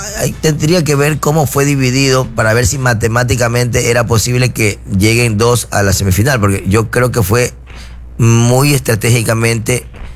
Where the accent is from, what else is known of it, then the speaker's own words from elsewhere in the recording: Ecuador; Verán, yo soy ecuatoriano, pero.